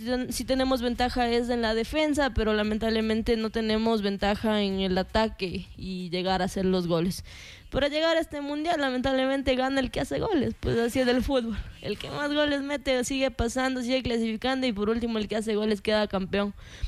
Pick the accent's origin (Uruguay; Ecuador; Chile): Ecuador; Claro, nosotros como ecuatorianos